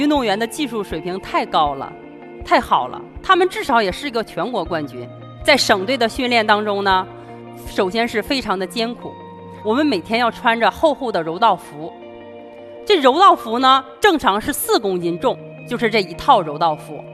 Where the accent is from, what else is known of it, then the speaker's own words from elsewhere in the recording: Fuxin Mongol Autonomous County, Liaoning, China; 我的家乡呢，是在辽宁省阜新蒙古族自治县的一个小山村。